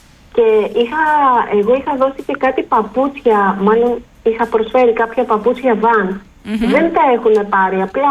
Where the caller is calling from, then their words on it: Piraeus, Attica, Greece; από Πειραιά.